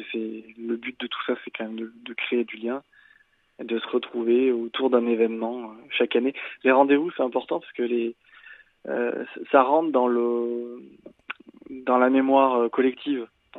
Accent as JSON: {"language": "French", "town": "Solignac-sur-Loire", "region": "Auvergne-Rhône-Alpes", "country": "France", "said": "Moi, je suis de là-bas, je suis de Solignac-sur-Loire."}